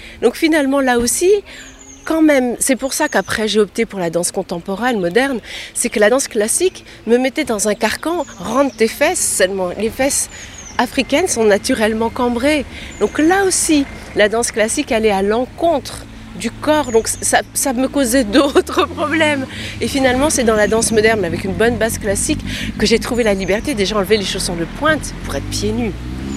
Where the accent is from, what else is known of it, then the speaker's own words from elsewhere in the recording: France; also born or lived in United States; je suis française, que j'ai une mère blanche